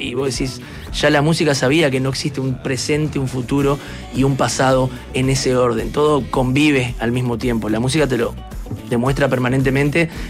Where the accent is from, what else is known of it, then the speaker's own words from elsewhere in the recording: Uruguay; uruguayos somos pocos, pero estamos en todas partes y medio nos conocemos todos.